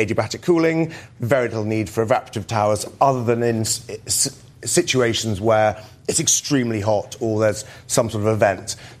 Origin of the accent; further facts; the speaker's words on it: South East England, United Kingdom; Well, yes, I'm from East Sussex as well.